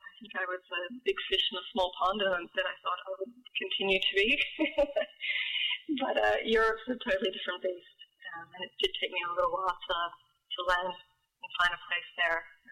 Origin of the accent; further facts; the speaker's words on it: Western Australia, Australia; moved away; also born or lived in Netherlands / Melbourne; growing up in Paris, and at the time I did, it was mainly just the basics of getting through school and trying to work out where I was going to fit in life.